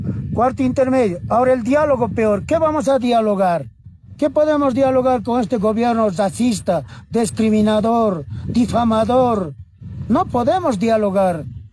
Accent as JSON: {"language": "Spanish", "country": "Bolivia", "said": "nosotros somos verdaderos bolivianos dignos"}